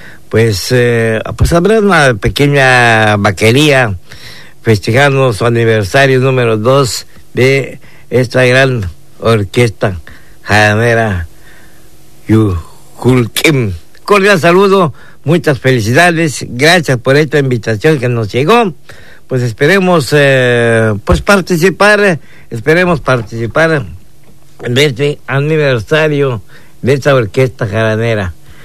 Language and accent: Spanish; Yucatán, Mexico; Una tradición que traemos nosotros como yucatecos en el corazón.